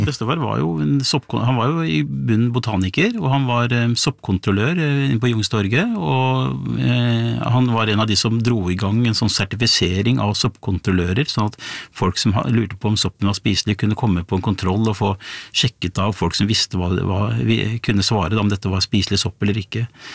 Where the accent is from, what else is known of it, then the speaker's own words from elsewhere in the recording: Bærum, Akershus, Norway; jeg vokste jo opp I Bærum på 70-tallet, blått og konservativt Bærum.